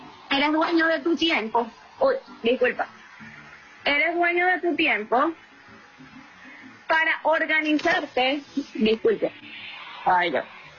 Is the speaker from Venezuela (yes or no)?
yes; Venezuela; porque así somos las venezolanas, somos mujeres aguerridas, echadas para adelante